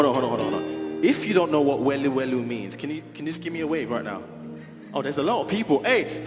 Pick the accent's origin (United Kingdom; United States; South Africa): United Kingdom; also born or lived in Nigeria; So before we go ahead, I just want to say I'm from the United Kingdom, but I wasn't born there, right?